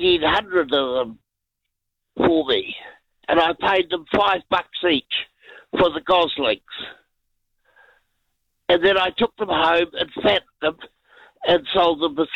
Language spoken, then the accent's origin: English; Puhokio, Hawke's Bay, New Zealand; I'm from Buhaka, northern Hawke's Bay.